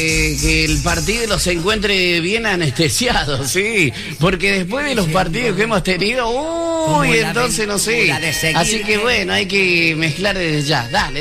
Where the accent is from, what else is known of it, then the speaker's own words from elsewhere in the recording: Argentina; somos argentinos, bien argentinos